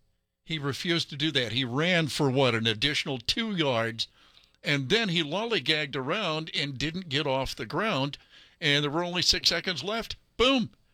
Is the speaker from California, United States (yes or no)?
no; Ohio, United States; I'm Irish, but yeah. I'm from Ohio